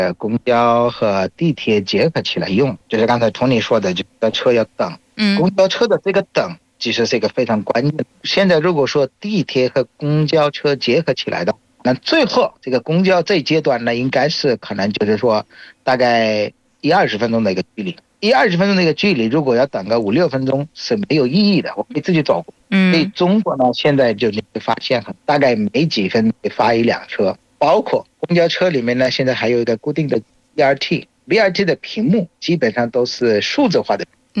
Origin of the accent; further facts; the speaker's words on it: Bangladesh; Chinese is a second language; 大家好，我是来自于孟加拉国的